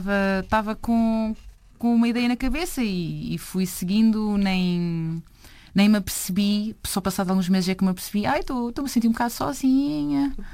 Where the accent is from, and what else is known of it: Portugal; now in London, United Kingdom